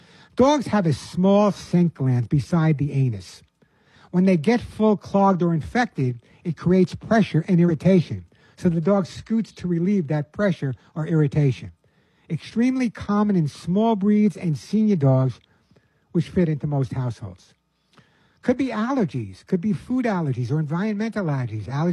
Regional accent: Bronx, New York, United States; also born or lived in Long Island; However, I grew up in the Bronx and Long Island. I know I have no accent anymore.

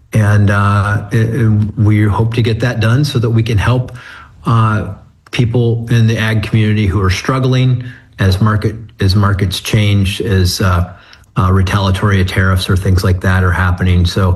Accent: United States; Well, growing up in Williams County, the fair used to be very close to where my high school was, and I'd go there every day for lunch for a milkshake and a pork sandwich.

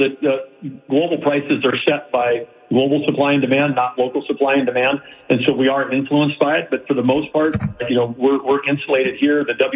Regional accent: North Dakota, United States; And now they produce one-tenth of what gets produced out of my home state of North Dakota.

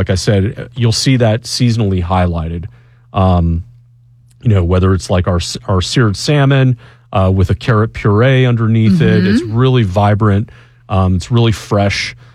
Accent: Midwest, United States; now in Atlanta, United States; I'm from the Midwest originally, but have been in the South now over 30 years.

